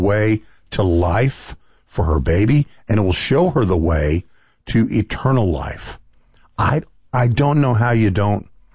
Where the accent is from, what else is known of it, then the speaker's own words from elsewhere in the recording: Texas, United States; Gavin Newsom bought billboard space in my home state of Texas